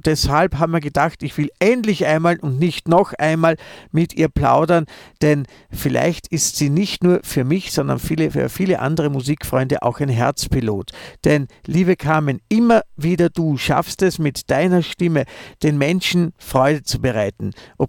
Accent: Vienna, Austria; Ich darf den Tiroler nur nie verraten, dass ich eigentlich Wiener bin

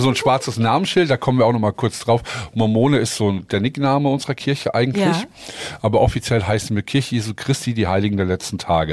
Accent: Frankfurt, Hesse, Germany; Ich komme aus Frankfurt, sie aus Hamburg.

